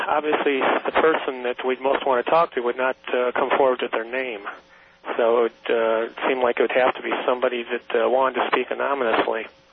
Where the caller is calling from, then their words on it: California, United States; I'm calling from Southern California.